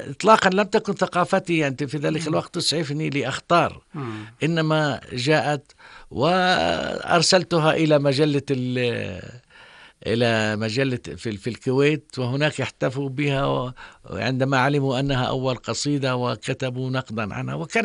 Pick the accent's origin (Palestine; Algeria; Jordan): Jordan; هنا عندنا في الأردن